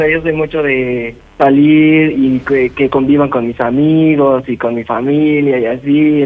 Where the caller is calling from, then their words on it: Mexico City, Mexico; 21 años de aquí de la Ciudad de México